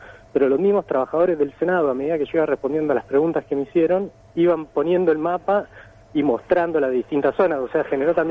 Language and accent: Spanish; Argentina